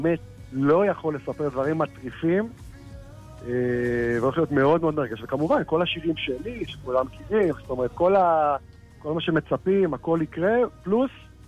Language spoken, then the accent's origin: Hebrew; Nof HaGalil, Northern District, Israel; moved away; אני גדלתי בנצרת עילית, היום זה נוף הגליל.